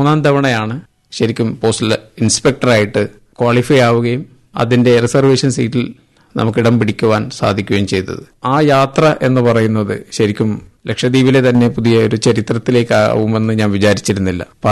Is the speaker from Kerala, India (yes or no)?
no; Agatti, Lakshadweep, India; now in Kavaratti, India; ഞാൻ അഗത്തി ദ്വീപ് സ്വദേശിയാണ്. ഇപ്പോൾ ലക്ഷദ്വീപിലെ പോസ്റ്റൽ ഇൻസ്പെക്ടറായി കവരത്തിയിൽ ജോലി ചെയ്തു വരുന്നു.